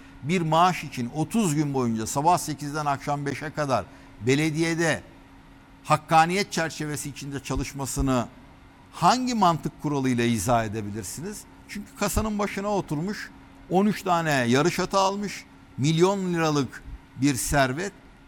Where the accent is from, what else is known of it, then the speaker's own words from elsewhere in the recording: Balıkesir, Turkey; ben Balıkesirliyim